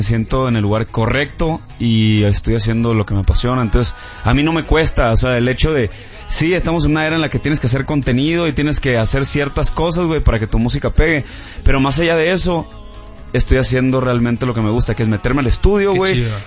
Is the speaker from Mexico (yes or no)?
yes; Hermosillo, Sonora, Mexico; now in Mexico City, Mexico; yo, pues soy de Hermosillo